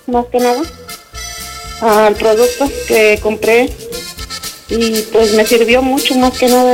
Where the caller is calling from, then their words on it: San José del Tapanco, Mexico; Pues yo soy de San José del Tapanco.